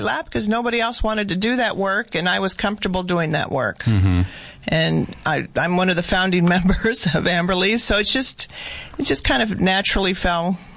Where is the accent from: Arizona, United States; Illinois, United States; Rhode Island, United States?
Arizona, United States; Yuma; I am originally from Yuma